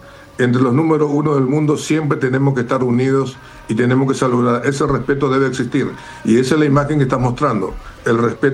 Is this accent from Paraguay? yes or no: yes; Paraguay